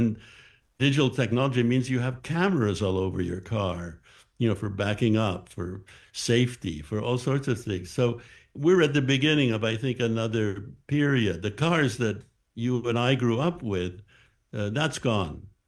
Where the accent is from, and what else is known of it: Canada; born or raised there